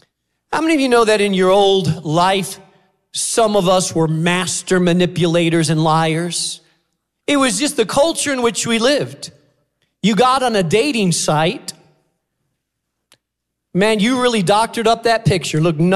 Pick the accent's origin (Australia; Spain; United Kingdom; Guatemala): Spain; now in United States; And so I grew up in Spain. Everywhere outside of my house, I spoke Spanish, Castilian Spanish. In my house, I spoke English because my house, my parents were Americans